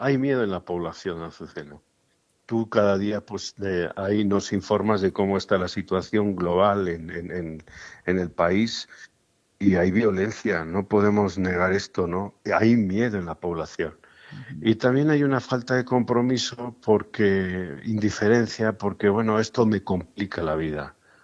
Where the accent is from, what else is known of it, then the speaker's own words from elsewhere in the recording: Mexico; todos somos mexicanos